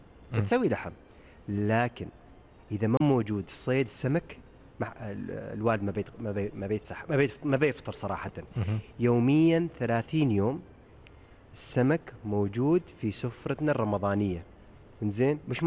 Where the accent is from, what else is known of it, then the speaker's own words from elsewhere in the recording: Oman; نحن كعمانيين